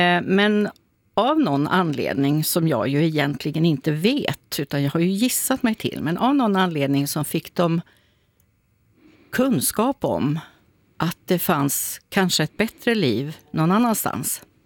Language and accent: Swedish; Umasjö, Västerbotten County, Sweden; För jag kommer ursprungligen ifrån södra Lappland, ifrån en liten by som heter Umasjö, som ligger mellan Tärnaby och norska gränsen, kan man säga. Och där är min mamma uppväxt, och där var mina morföräldrar fjällbönder i början på 1900-talet.